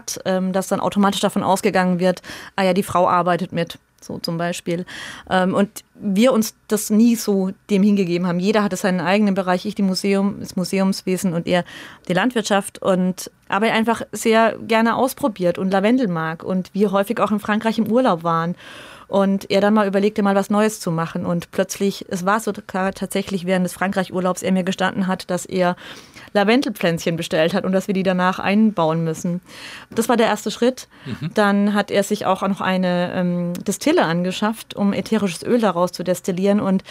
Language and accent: German; Bavaria, Germany; now in Stadelhofen, Germany; Ich bin ja auch in der Nähe aufgewachsen tatsächlich und habe es dann durch Heirat in die Kreisstadt geschafft, wenn man so sehen will.